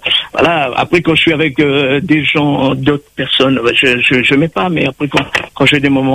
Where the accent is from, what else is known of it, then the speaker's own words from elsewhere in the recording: Réunion; moved away; also born or lived in Saint-Pierre, Réunion; j'ai passé une bonne partie de mon enfance à la DAS. À la DAS de La Réunion.